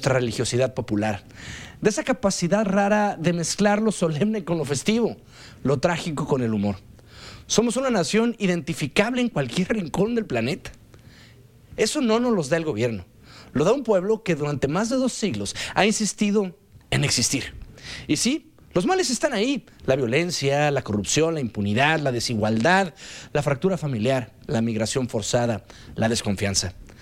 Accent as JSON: {"language": "Spanish", "country": "Mexico", "said": "Los mexicanos no somos perfectos, somos simplemente mexicanos."}